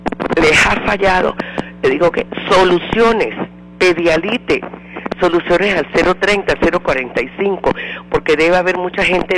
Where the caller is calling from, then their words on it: Táchira, Venezuela; De Barrio Obrero.